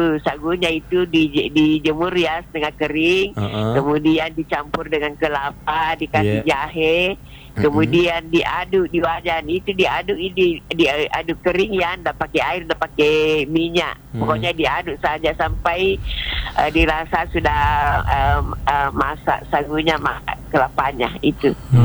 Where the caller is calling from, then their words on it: Palopo, South Sulawesi, Indonesia; kita orang Palopo